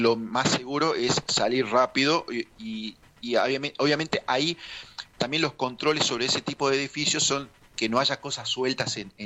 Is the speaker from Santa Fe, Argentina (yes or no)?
no; Salta, Argentina; moved away; Yo soy originalmente también de Salta